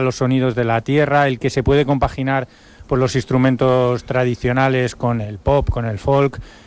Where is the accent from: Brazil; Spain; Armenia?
Spain; Madrid, Community of Madrid; Porque yo no soy de aquí, soy de Madrid